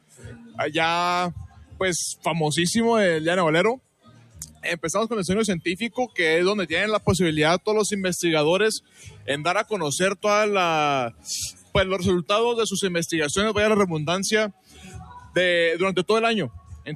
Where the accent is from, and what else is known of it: Mexico